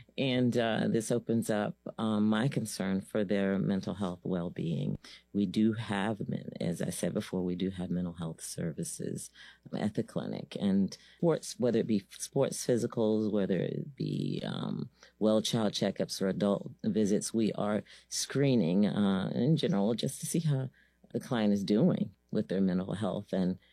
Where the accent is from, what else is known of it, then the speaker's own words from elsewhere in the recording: Virginia, United States; You know, in past cases where I come from, and by the way, I'm from Virginia